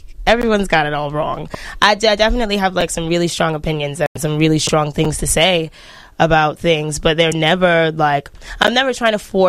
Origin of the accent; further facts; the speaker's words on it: New York City, New York, United States; I grew up in Washington Heights, and, like, my mother worked a lot. And all my caretakers were Dominicans.